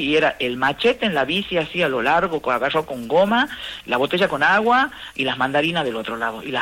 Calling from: Hipólito Yrigoyen, Salta, Argentina; yo soy de Hipólito Yrigoyen.

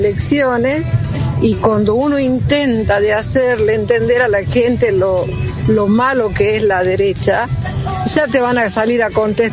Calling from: Campo Quijano, Salta, Argentina; de Campo Quijano.

